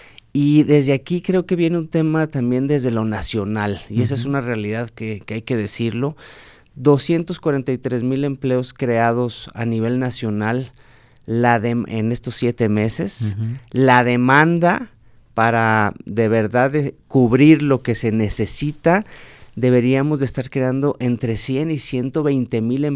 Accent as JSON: {"language": "Spanish", "country": "Mexico"}